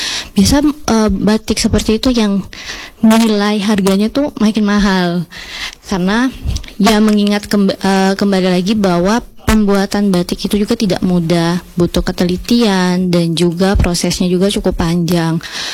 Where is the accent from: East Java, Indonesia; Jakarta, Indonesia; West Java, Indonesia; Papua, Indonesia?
Papua, Indonesia; Biak; kita Biak